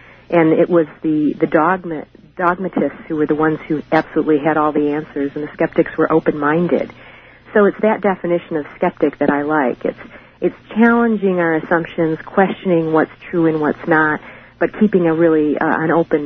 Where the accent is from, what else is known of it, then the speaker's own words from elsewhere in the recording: Detroit, Michigan, United States; now in Petaluma, United States; I grew up in Detroit, Michigan in the 60s and 70s